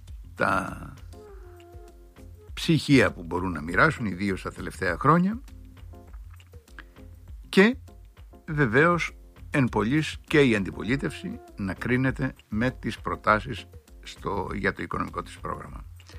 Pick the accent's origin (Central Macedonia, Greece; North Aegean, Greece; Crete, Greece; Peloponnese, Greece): Crete, Greece; Agios Georgios; είναι τα 18 λεγόμενα χωριά του οροπεδίου γύρω-γύρω, είναι το χωριό μου, ο Άγιος Γεώργιος.